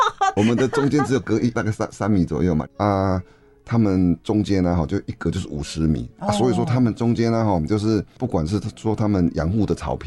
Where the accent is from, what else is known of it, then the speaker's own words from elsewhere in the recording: Taiwan; also born or lived in Switzerland; 那像我们例如说我从瑞士回来到台湾，第一个感觉就是我们台湾的山坡地都是刮棒。